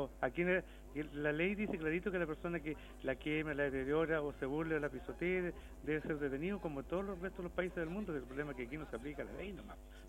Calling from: San Carlos, Ñuble, Chile; De San Carlos

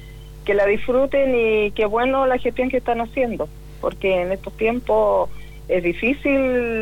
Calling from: Concepción, Biobío, Chile; No, yo soy penquista, sí. Mi familia está acá toda en Talcahuano.

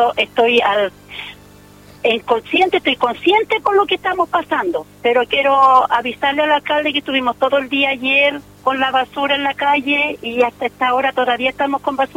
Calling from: Chile; De calle Tucapel, Estero Manco.

